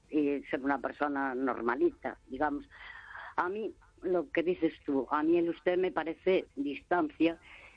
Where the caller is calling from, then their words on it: Santiago de Compostela, Galicia, Spain; de Santiago.